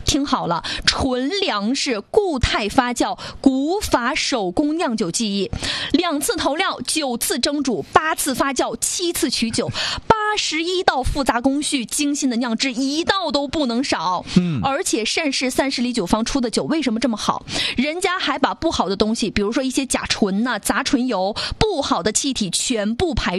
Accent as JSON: {"language": "Chinese", "region": "Northeast China", "country": "China", "said": "咱们都知道我们东北人喜欢泡这个药酒，对吧？"}